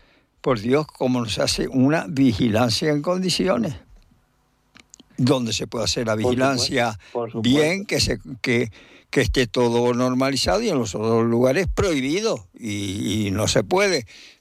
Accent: Lanzarote, Canary Islands, Spain; born there; now in Tenerife, Spain; yo soy de Lanzarote, y en Lanzarote, pues bueno, tanto desde pequeño, los años que estuve por allí, primero antes de venirme a Tenerife, como después, cuando iba frecuentemente de vacaciones

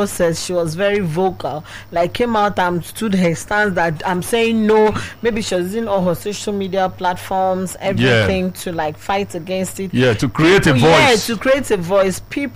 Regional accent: Nigeria; we have the Nigerian spirit.

